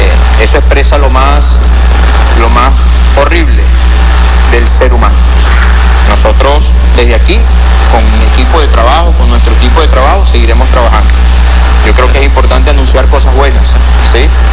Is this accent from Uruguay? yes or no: no; Venezuela; Nosotros seguiremos demostrando como pueblo venezolano